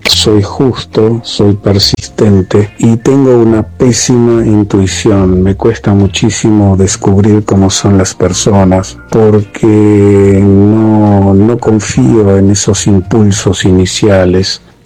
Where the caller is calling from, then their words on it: Villa Ballester, Buenos Aires Province, Argentina; vivo en Villa Ballester